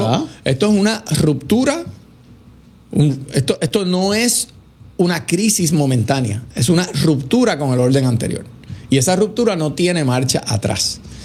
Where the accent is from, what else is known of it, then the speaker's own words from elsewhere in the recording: Puerto Rico; en Puerto Rico tenemos el tax local más alto de todo el sistema federal